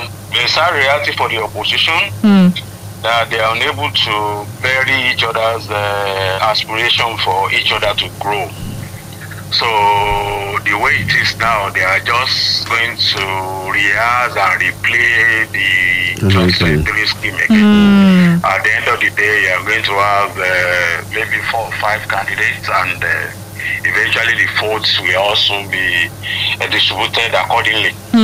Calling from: Lagos, Nigeria; from Lagos.

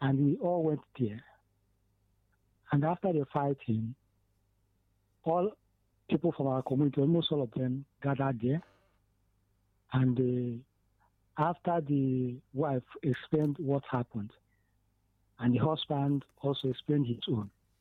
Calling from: Enugu, Enugu State, Nigeria; calling from Enugu.

